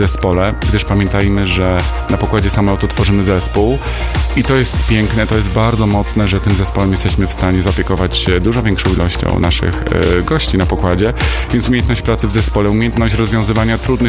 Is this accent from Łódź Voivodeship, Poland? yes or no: no; Nowy Sącz, Lesser Poland, Poland; Ja powiedziałem, że faktycznie urodziłem się w Nowym Sączu i to moje rodzinne miasto, do którego zawsze z sentymentem wracam.